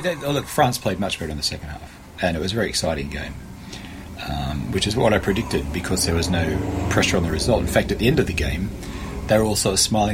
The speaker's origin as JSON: {"language": "English", "country": "Australia", "moved": "yes", "said": "as an Australian"}